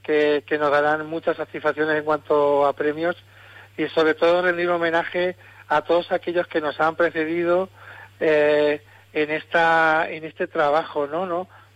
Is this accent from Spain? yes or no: yes; Tomelloso, Castilla-La Mancha, Spain; representar a mi pueblo, a Tomelloso